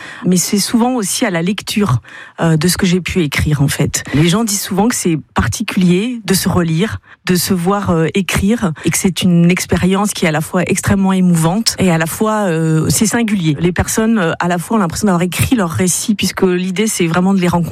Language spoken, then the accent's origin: French; Parigné-l'Évêque, Pays de la Loire, France; also born or lived in Le Mans; Je suis née au Mans et j'ai grandi à Parigné-l'Évêque.